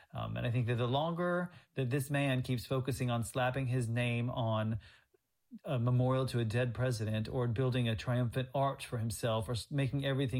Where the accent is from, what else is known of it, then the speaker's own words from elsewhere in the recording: Terre Haute, Indiana, United States; because I'm from Terre Haute, Indiana.